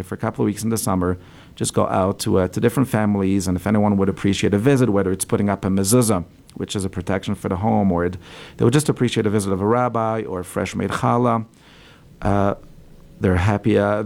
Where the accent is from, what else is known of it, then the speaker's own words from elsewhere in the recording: Belgium; because the I grew up in Belgium, and all of my grandparents are Holocaust survivors